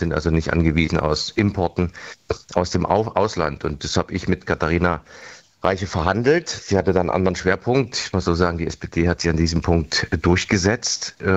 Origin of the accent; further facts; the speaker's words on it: Erfurt, Thuringia, Germany; Entsiegelung von Flächen in Erfurt, meiner Heimat.